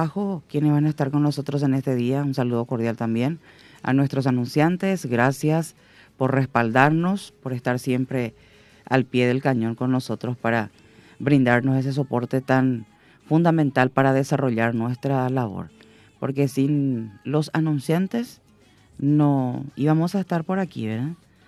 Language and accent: Spanish; Paraguay; Tenemos que tratar siempre de hacer lo que nos corresponde como paraguayos